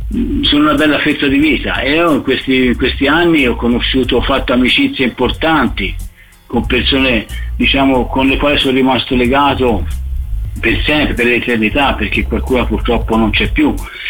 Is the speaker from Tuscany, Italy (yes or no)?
yes; Pisa, Tuscany, Italy; essendo pisano